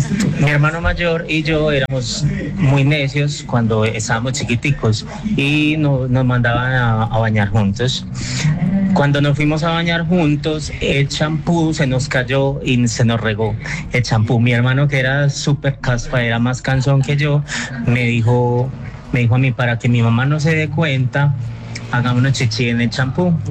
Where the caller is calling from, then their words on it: Medellín, Antioquia, Colombia; de Medellín.